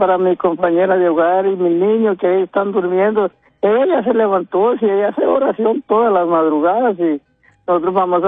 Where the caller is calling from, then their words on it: Florida, Copán, Honduras; De la Lagunita San José, Florida, Copán.